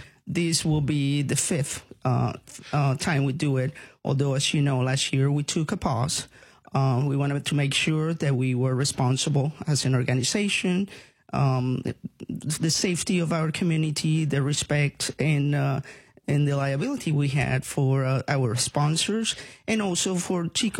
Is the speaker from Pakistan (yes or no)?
no; Puerto Rico; I'm from Puerto Rico.